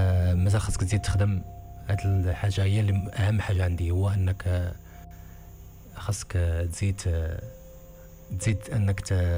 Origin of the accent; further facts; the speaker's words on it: Morocco; كما تنقولوا بالمغربي